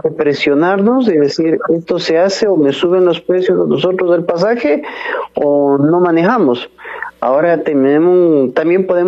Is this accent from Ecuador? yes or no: yes; Ecuador